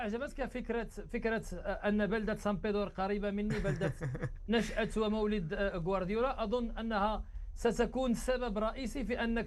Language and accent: Arabic; Morocco; now in Barcelona, Spain; مغربي عادي.